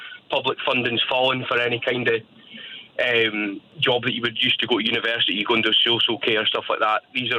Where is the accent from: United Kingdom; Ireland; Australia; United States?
United Kingdom; St Andrews, Scotland; now in London, United Kingdom; I grew up in St Andrews, which is obviously university town. There's a lot of money in there.